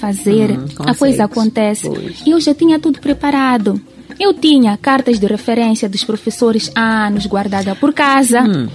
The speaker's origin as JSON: {"language": "Portuguese", "country": "Mozambique", "said": "Eu creio que nós, enquanto moçambicanos, não temos olhar centrado para países da América Latina."}